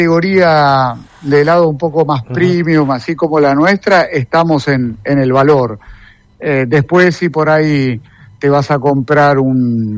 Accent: Argentina; moved away; nosotros en Argentina

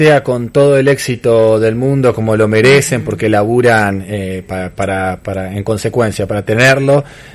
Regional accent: Santa Fe, Argentina; eso nos pone contentos también como santafesinos.

